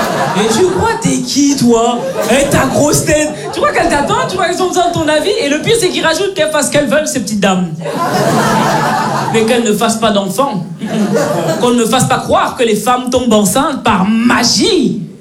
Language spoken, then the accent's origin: French; Belgium; Moi je suis née et j'ai grandi en Belgique, mes parents sont nés, ils ont grandi au Cameroun.